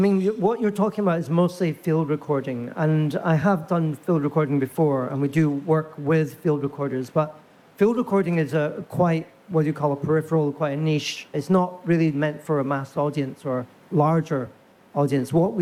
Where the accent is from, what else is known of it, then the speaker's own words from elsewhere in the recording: Scotland, United Kingdom; It's a particular Scottish bird. I'm from Scotland, so it's a bird native to my homeland.